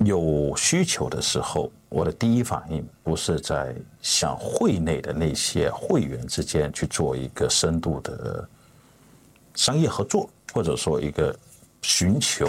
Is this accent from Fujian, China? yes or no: yes; Fujian, China; now in Sydney, Australia; 身为一个福建人的优势吧